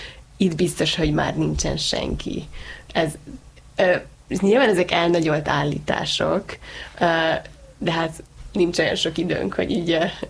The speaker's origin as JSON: {"language": "Hungarian", "country": "Hungary", "said": "amikor én így próbáltam beépülni az én fiatal zsidó közösségekbe Amerikában, és megtudták, hogy Magyarországról jövök"}